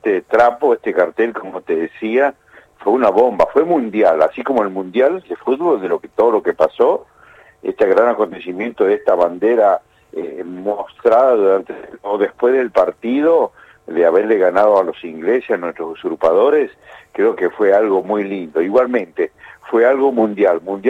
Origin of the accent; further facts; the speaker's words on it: Argentina; me emociona como argentino, como veterano, como hincha